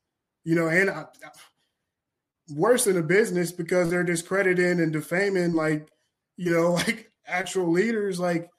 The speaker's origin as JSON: {"language": "English", "region": "Kentucky", "country": "United States", "said": "I'm from Kentucky."}